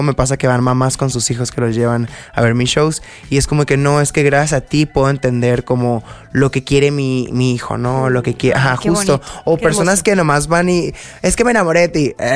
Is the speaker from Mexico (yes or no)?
yes; Mexicali, Baja California, Mexico; moved away; yo viniendo desde mi tierrita Mexicali